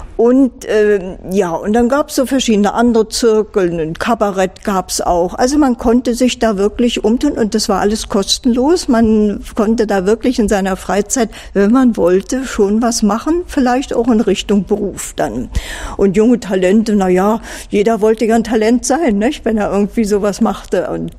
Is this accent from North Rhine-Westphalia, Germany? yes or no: no; Berlin, Germany; Als ich das Abitur 1957 gemacht habe in Berlin, ich bin Berlinerin